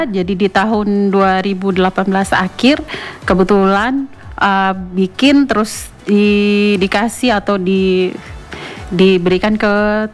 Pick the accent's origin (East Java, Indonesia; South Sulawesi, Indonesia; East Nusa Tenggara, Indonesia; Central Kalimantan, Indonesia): East Nusa Tenggara, Indonesia; Ende; Kebetulan saya orang ND.